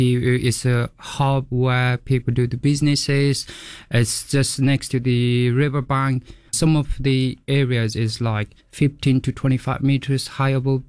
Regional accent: Nepal; GoFundMe to support the pretty much covering the whole area in Nepal, but it's like specific for my hometown.

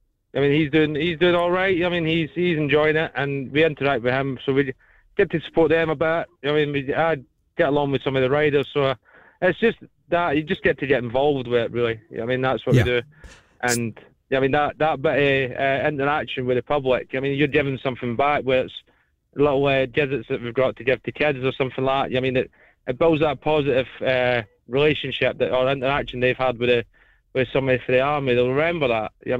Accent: Northern Ireland, United Kingdom; born there; The good thing is I'm actually born from Northern Ireland, so there you go.

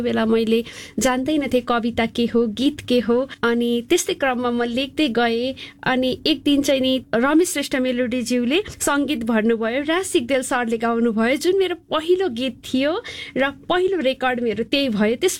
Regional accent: Kathmandu, Bagmati, Nepal; born there; फेरि मेरो जन्म पनि यही भयो।

